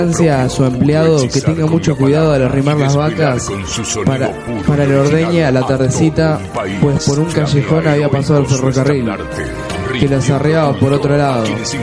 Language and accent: Spanish; Argentina; Gracias por no dejar que se pierda esa esencia tan linda que nos identifica como argentinos.